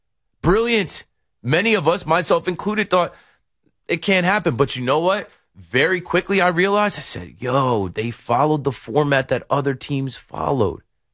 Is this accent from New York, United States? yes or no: yes; New York, United States; You love that as a New Yorker.